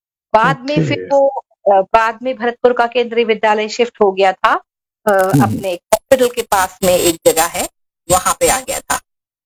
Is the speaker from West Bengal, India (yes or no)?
no; Gangapur City, Rajasthan, India; born there; also born or lived in Kota; मूलतः हम महाराष्ट्र से होते हुए भी मेरे पिता क्योंकि रेलवे में एम्प्लॉय थे, और गंगापुर सिटी एक छोटा सा कस्बा है सवाई माधोपुर के डिस्ट्रिक्ट में, वही मेरा बचपन बीता। और पहली से छठी तक की मेरी शिक्षा वही हुई, और सातवीं के बाद की सारा शिक्षा जो है मेरी वो कोटा में हुई, जो कि अब शैक्षिक नगरी के नाम से जाना जाता है।